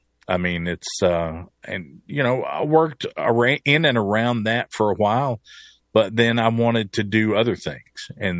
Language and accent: English; Bristol, Tennessee, United States; Yeah, well, I grew up in Bristol, Tennessee.